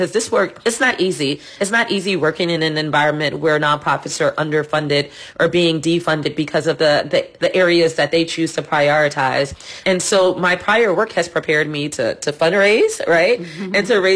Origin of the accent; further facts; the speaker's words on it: New Orleans, Louisiana, United States; moved away as an adult; now in Washington, D.C. area, United States; growing up in New Orleans, New Orleans was a very kind of challenging place at the time when I was growing up.